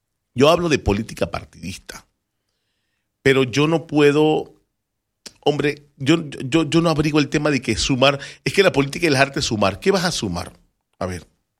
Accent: Panama; como una panameña que paga tributos y como un panameño que paga tributo también.

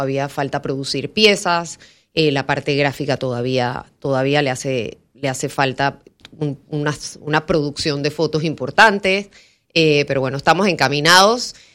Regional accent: Panama

